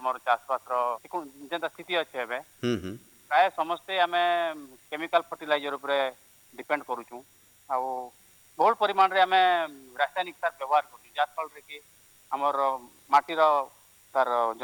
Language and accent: Odia; Badagunda, Odisha, India; ମୋର ଗାଁ ବଡ଼ଗୁଣ୍ଡରେ ଗାଡ଼େପଞ୍ଚ ପଞ୍ଚାୟତ ନର୍ଲା ବ୍ଲକ।